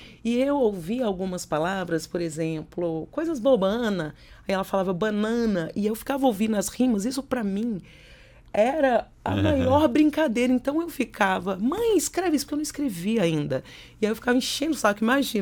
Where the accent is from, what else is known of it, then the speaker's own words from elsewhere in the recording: Taguatinga, Federal District, Brazil; also born or lived in Ceilândia; now in Varjão, Brazil; Sou nascida e mal criada em Taguatinga. Tive a alegria de morar muitos anos na Ceilândia. Hoje eu moro no Varjão.